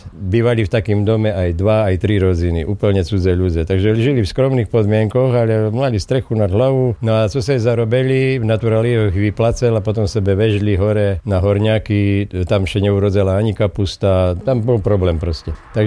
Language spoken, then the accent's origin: Slovak; Prešov Region, Slovakia; U nás v Šarišu